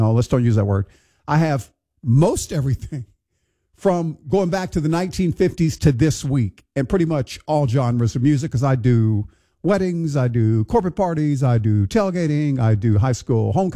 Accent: Texas, United States; moved away; my home state of Texas

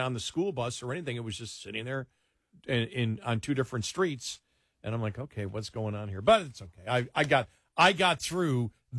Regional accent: New York, United States; now in Texas, United States; I come from New York, Western New York. And in Western New York, school begins after Labor Day.

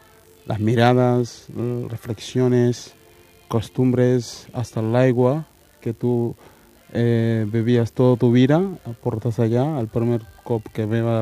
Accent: Yeumbeul, Dakar, Senegal; Tenim projectes de cooperació a Yembol, que és on soc, dels barrios de Dakar.

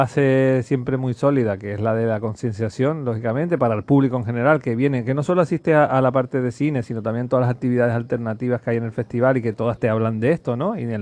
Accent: Canary Islands, Spain; sobre todo en un territorio como el nuestro, como Canarias, donde hay una fragilidad muy, muy evidente entre la naturaleza y nosotros y nuestro modo de vida, ¿no?

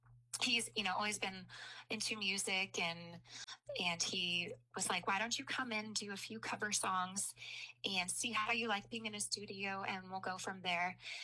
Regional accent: Santa Clarita, California, United States; So, I grew up in Santa Clarita Valley. It's about 30 miles northwest of LA, raised in a Christian home.

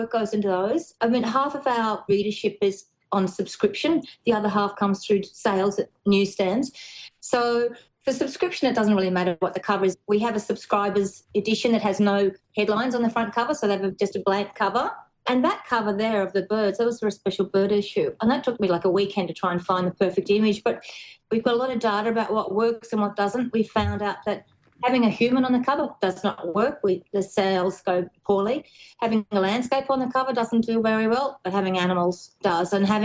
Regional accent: Australia

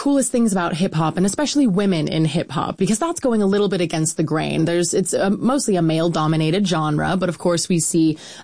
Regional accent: United States; I grew up in the States, and so 2000s hip hop was a big part of what I listened to growing up.

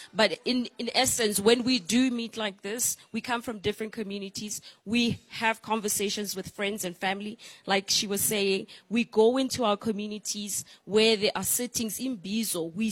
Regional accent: South Africa; maybe I'm South African

